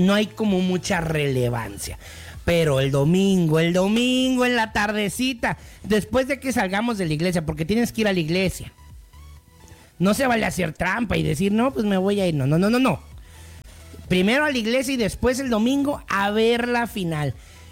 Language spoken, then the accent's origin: Spanish; Mexico; Le dije, yo soy mexicano.